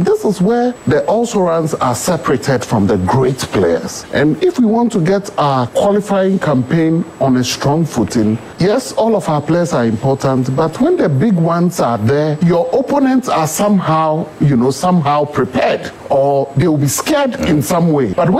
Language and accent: English; Ghana; As a Ghanaian